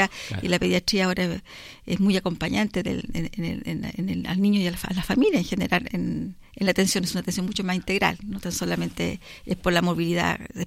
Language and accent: Spanish; Quinta de Tilcoco, O'Higgins, Chile; born there; moved away; Soy nacida en Quinta del Coco.